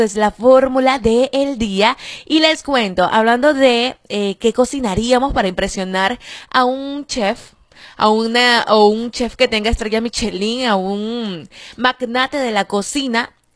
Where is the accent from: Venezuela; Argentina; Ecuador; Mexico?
Venezuela